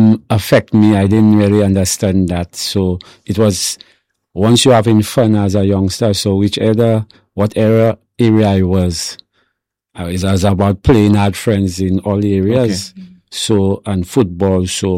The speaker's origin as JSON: {"language": "English", "town": "Castries", "country": "St. Lucia", "tie": "born or raised there", "also_born_or_lived": "Marchand", "said": "But basically it was Conway and Leslie, and that's where I really grew up, and Marsha by extension."}